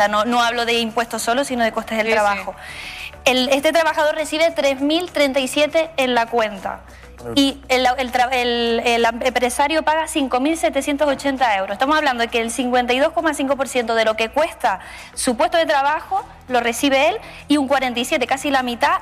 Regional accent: Canary Islands, Spain; El elefante en la habitación, la vivienda, nosotros que somos de Tenerife, es prohibitivo, literal, vivir allí

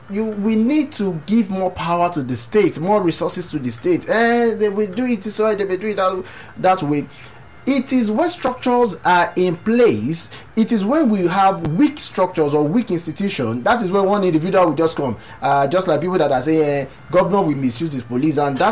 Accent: Ogun, Nigeria; now in Lagos, Nigeria; if I'm resident in Lagos State now, and I'm from Ogun State.

